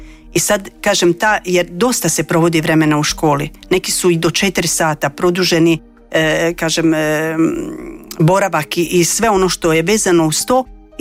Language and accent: Croatian; Croatia; kod nas u Hrvatskoj